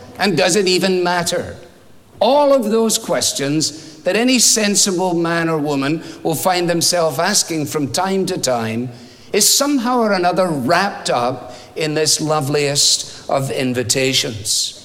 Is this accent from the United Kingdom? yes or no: yes; Scotland, United Kingdom; as a Scot